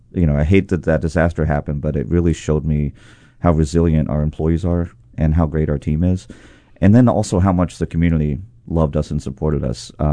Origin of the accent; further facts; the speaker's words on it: Kentucky, United States; but I grew up in Kentucky fixing old cars and old buildings and stuff, and we just used our hands a lot and working on my grandfather's farm for a little bit.